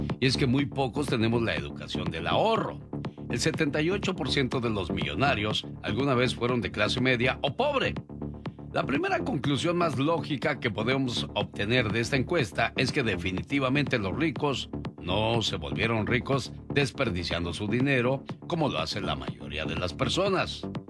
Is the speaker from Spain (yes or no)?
no; Jalisco, Mexico; moved away; día salí de Jalisco, pero Jalisco nunca salió de mí.